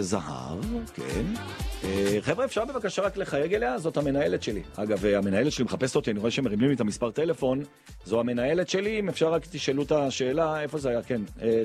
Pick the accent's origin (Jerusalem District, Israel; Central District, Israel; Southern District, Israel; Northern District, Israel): Jerusalem District, Israel; Jerusalem; אני גדלתי שם, גם סיימתי את התיכון במקיף גילו.